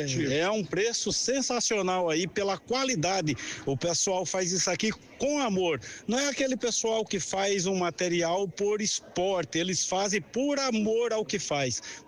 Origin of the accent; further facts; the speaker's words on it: Pernambuco, Brazil; born there; also born or lived in Uruguay / Rio Grande do Sul; now in Caxias do Sul, Brazil; Eu sou pernambucano de nascimento, mas gaúcho de coração.